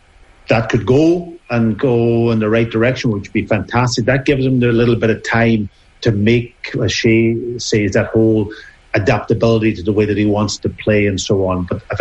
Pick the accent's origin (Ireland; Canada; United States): Ireland; You want them to do the very best, because we're Irish supporters and we want to be out there supporting them in the big tournaments.